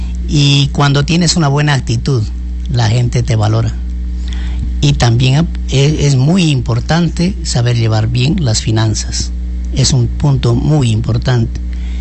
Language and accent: Spanish; San Juan Bosco, Morona Santiago, Ecuador; soy del Cantón San Juan Bosco, pero ahora voy a trabajar con ustedes.